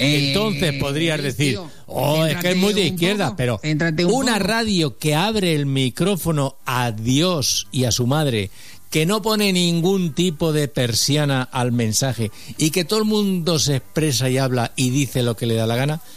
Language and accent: Spanish; Spain; Nosotros somos unos españoles que decimos lo que pensamos